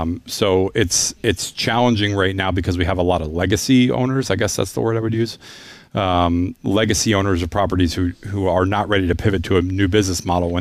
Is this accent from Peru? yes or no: no; Troy, New York, United States; so I grew up in Troy, and you know, the idea that people were going to build a couple hundred apartments a year in Troy was ludicrous, right?